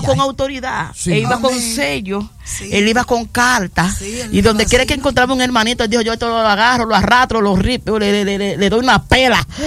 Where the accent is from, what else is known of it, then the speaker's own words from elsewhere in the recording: La Altagracia, Dominican Republic; somos de Saona, que me complace decir que también soy saonero. Soy saonera o saonero.